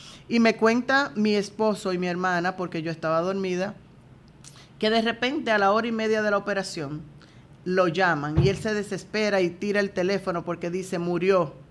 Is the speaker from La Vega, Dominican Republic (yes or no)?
no; Santiago de los Caballeros, Santiago, Dominican Republic; now in United States; y yo soy de Santiago